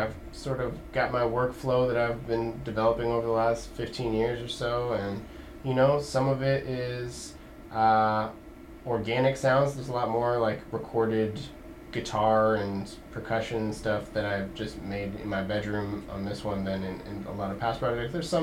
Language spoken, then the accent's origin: English; Oakland, California, United States; moved away as an adult; now in Columbia, United States; I'm from Oakland, California. I just moved out to Columbia about a year ago.